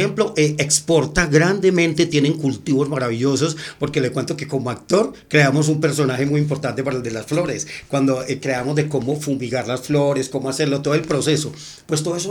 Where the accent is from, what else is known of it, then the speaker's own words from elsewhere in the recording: Antioquia, Colombia; somos realmente paisas